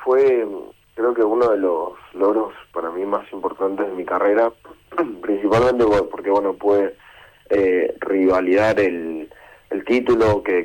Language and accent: Spanish; Vicente López, Buenos Aires Province, Argentina; also born or lived in Posadas; Sí, yo soy nací en Misiones Posadas, pero criado toda la vida en Vicente López, y en Buenos Aires principalmente.